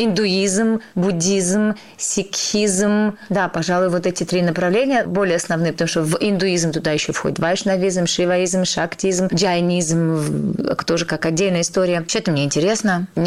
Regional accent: North Caucasus, Russia; born there; я родилась в России, на Кавказе? Я не родилась в Индии

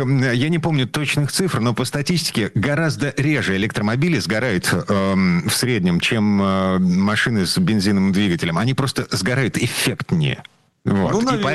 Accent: Saint Petersburg, Russia; Мы из Петербурга

